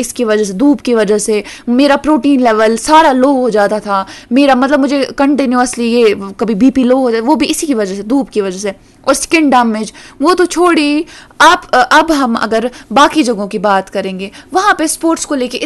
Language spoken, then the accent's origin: Hindi; Trehgam, Jammu and Kashmir, India; अगर मैं त्रहगाम से हूँ, त्रहगाम से पहले कुपवाड़ा तक मुझे 30 रुपीज लगते